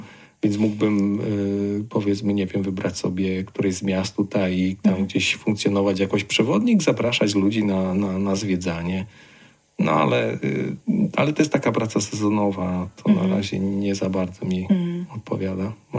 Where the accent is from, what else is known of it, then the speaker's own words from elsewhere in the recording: Oświęcim, Lesser Poland, Poland; moved away as an adult; now in Ireland; ja urodziłem się w Oświęcimiu.